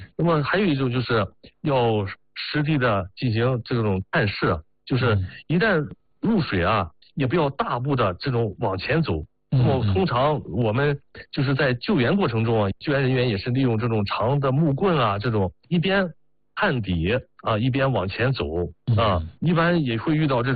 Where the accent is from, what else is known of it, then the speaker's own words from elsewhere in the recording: Qingdao, Shandong, China; 因为我在青岛在海边长大